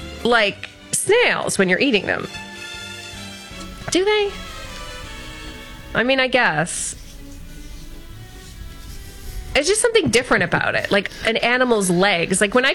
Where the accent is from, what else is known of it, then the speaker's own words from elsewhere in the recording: Ontario, Canada; Well, I'm wondering because I grew up in Essex County, so, you know, Lake St. Clair would be our Great Lake.